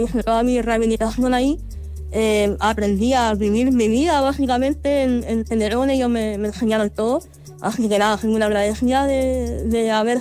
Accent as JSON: {"language": "Spanish", "town": "Santiago", "region": "Santiago Metropolitan", "country": "Chile", "said": "Sí, soy de acá de Santiago."}